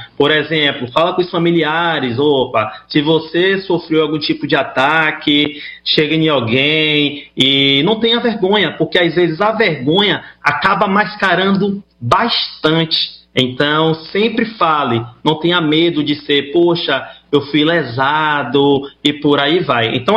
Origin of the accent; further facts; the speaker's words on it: Salvador, Bahia, Brazil; Não, eu sou de Salvador, Salvador, Bahia.